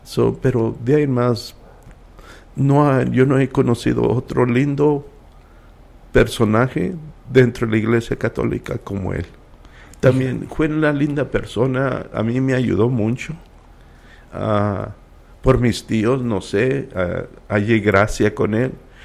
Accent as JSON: {"language": "Spanish", "town": "El Paso", "region": "Texas", "country": "United States", "tie": "born there", "said": "Mira, nosotros, yo y tú y Rosa, nacimos en el Paso, en un hospital de monjas, ¿ok? Allí nacimos en el Hospital San José, que estaba en el centro."}